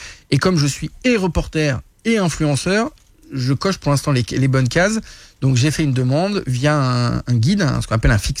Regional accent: France; now in Canada; de un parce que je suis français et qu'il y a eu les forces françaises qui ont été engagées, de deux parce que je suis canadien de cœur maintenant

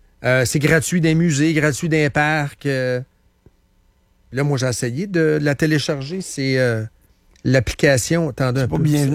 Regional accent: Canada; Moi aussi, j'ai droit. Moi, je suis un Canadien.

